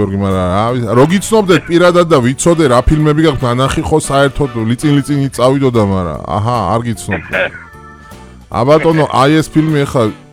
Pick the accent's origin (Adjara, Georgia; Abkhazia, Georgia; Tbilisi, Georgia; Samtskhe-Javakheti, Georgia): Tbilisi, Georgia; born there; მე რო დავიბადე ჩაჭავაში